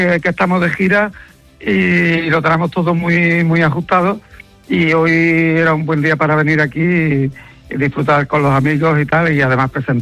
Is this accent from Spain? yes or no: yes; Andalusia, Spain; Y la verdad es que somos andaluces y eso se tiene que sentir en todos los sitios, ¿no?